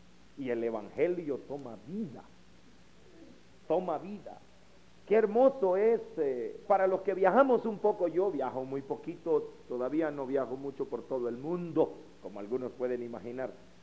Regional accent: El Salvador; born there; Si yo soy latinoamericano, si yo nací en Centroamérica, yo nací en El Salvador. Soy un hombre centroamericano

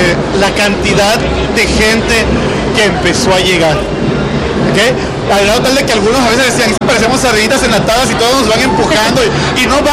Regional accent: Villahermosa, Tabasco, Mexico; born there; yo vengo del Parque La Choca para acá. O sea, del otro lado del río.

